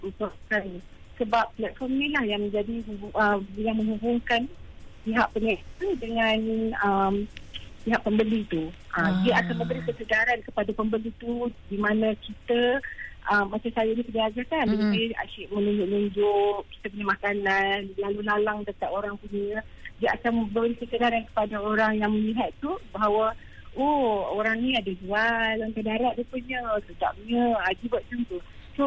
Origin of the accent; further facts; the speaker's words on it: Kedah, Malaysia; Saya ni orang Kedah sebenarnya.